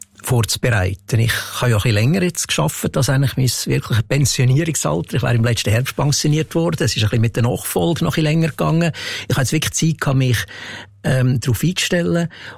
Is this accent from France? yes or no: no; Lucerne, Switzerland; ich bin in Luzern aufgewachsen